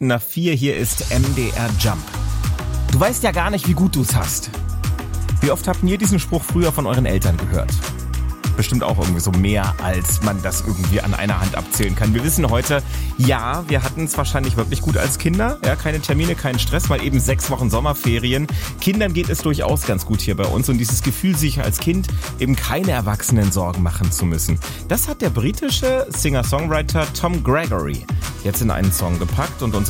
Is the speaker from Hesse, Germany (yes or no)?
no; Jena, Thuringia, Germany; Ich komme aus Jena. Das war zum Aufwachsen auch so eine total coole Stadt, wo du dir um nichts Gedanken machen musstest.